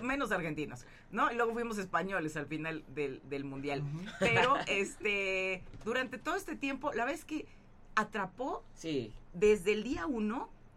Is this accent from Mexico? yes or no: yes; Mexico